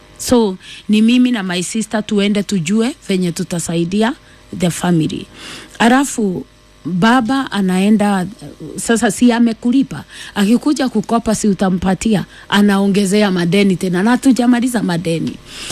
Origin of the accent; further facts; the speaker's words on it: Mwea, Kirinyaga County, Kenya; born there; kwetu ni Mwea, Kirinyaga, na huwa tunalima mchere.